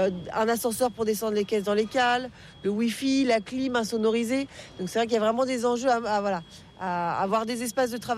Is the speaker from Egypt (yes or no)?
yes; Cairo, Cairo Governorate, Egypt; Pareil, moi je suis du Caire